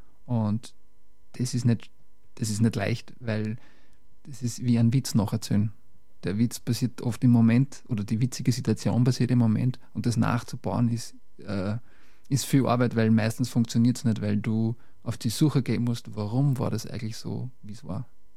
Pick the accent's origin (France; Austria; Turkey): Austria; Lower Austria; accent: Mostviertel dialect; now in Vienna, Austria; Also in Wien rede ich manchmal schon schöner, aber ich komme aus dem Mostviertel und den Dialekt bringe mit sozusagen.